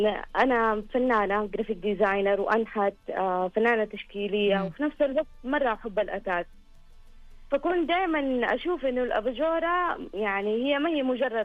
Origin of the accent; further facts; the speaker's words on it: Jeddah, Makkah Province, Saudi Arabia; now in Riyadh, Saudi Arabia; طيب بدأت أنا نقلت من جدة للرياض، فكان عندي حنين لجدة